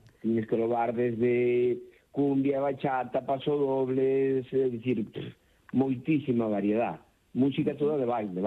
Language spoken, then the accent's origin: Galician; San Andrés de Teixido, Galicia, Spain; sempre que facían a festa na miña aldea, lá en San Andrés de Teixido, pois sempre viña un grupo da zona de Ferrol